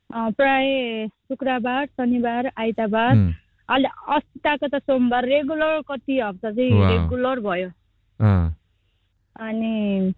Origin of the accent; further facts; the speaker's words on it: Sundar Bazar, Gandaki Province, Nepal; born there; now in Kathmandu, Nepal; हजुर, मेरो जन्म लमजुङ सुन्दर बजारमा भएको, अनि अहिले पछिल्लो पछि काठमाडौँ बसे, यतै पढ्ने अनि यतै गाउने रमाउने गर्दा गर्दा यो क्षेत्र छोड्नै सकेन कि